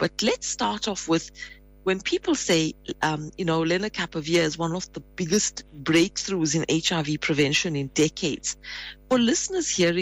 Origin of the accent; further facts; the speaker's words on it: Pietermaritzburg, KwaZulu-Natal, South Africa; That's my hometown as well.